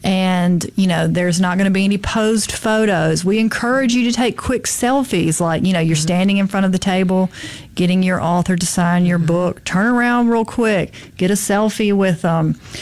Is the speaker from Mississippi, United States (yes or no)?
yes; Mississippi, United States